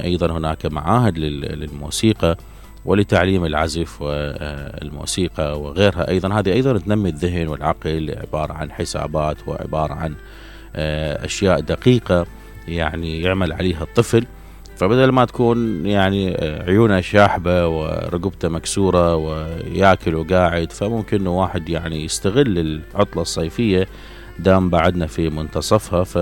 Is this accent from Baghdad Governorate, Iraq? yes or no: no; Basra, Basra Governorate, Iraq; عندنا بالبصرة